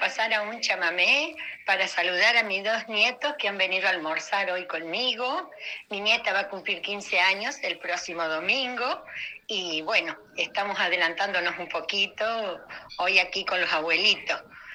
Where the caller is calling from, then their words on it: Argentina; de Barrio Los Acacios.